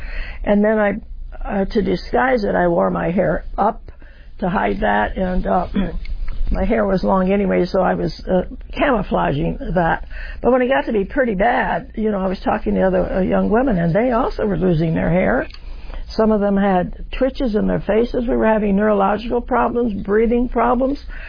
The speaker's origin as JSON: {"language": "English", "region": "West Virginia", "country": "United States", "tie": "born there", "said": "And I said, well, I was born in West Virginia, so she wanted to know the subject."}